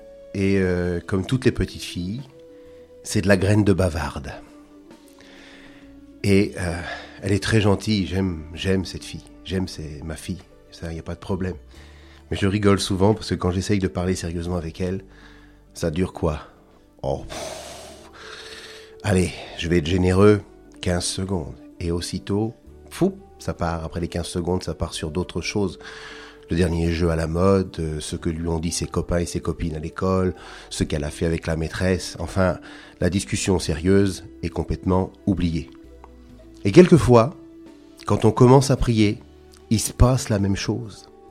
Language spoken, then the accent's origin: French; Normandy, France; je suis normand, mais pourtant méditerranéen dans les gestes.